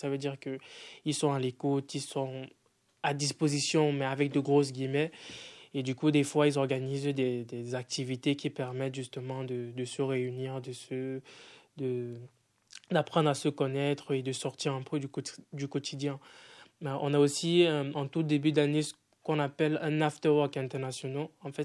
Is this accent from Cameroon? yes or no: yes; Cameroon; moved away; also born or lived in Tunisia; je suis parti, j'ai quitté le Cameroun assez jeune et j'ai passé 4 ans en Tunisie.